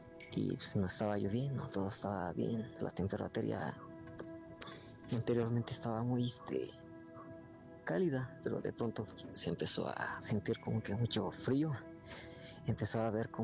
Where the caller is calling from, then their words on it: Toluca, State of Mexico, Mexico; Soy de Toluca